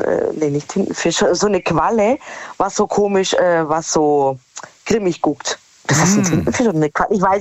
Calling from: Gschwend, Baden-Württemberg, Germany; Aus Gschwend, wir kennen uns doch.

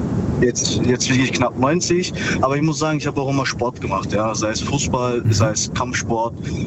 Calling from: Ravensburg, Baden-Württemberg, Germany; Aus Ravensburg.

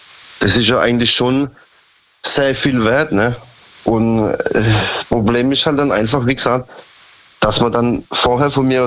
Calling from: Karlsruhe, Baden-Württemberg, Germany; Ich komme aus Karlsruhe.

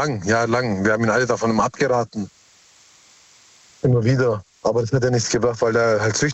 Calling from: Heidenheim, Baden-Württemberg, Germany; Aus Heidenheim.

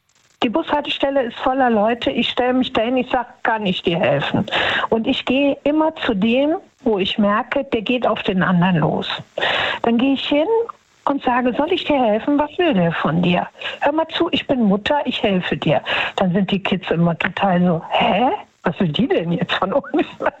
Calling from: Düsseldorf, North Rhine-Westphalia, Germany; Hallo, aus NRW.

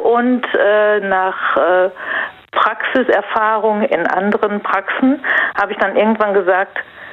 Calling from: Worms, Rhineland-Palatinate, Germany; Ich bin aus Feddersheim bei Worms.

